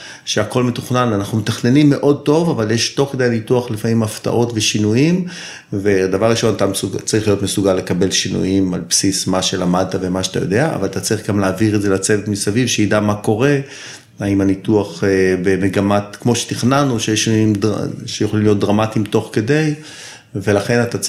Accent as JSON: {"language": "Hebrew", "town": "Tel Aviv", "region": "Tel Aviv District", "country": "Israel", "lives_now": "Zikhron Ya'akov, Israel", "said": "אני תל אביבי במקור, גר היום בזיכון, בן 56, נשוי, אב לשלוש בנות."}